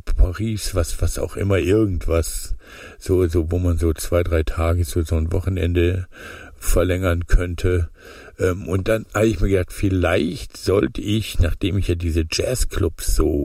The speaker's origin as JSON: {"language": "German", "town": "Munich", "region": "Bavaria", "country": "Germany", "said": "Warum nicht mal als Münchner mal nach München reisen?"}